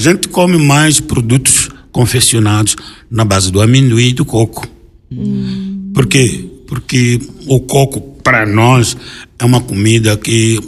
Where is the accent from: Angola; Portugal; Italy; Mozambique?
Mozambique; moved away as an adult; now in Brazil; No meu país existem cerca de 22 praias que são um paraíso. Do norte ao sul.